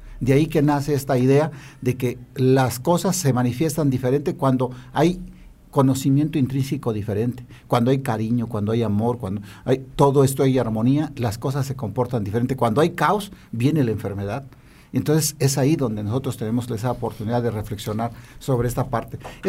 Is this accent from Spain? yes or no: no; Comitán, Chiapas, Mexico; ahí en mi pueblo, en Comitán, yo soy de Comitán